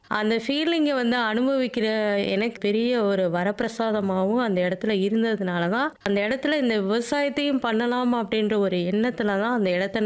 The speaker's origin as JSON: {"language": "Tamil", "town": "Periyakulam", "region": "Tamil Nadu", "country": "India", "tie": "born or raised there", "said": "தேனி மாவட்டம் பெரியகுளம் தான் என்னுடைய சொந்த ஊர்."}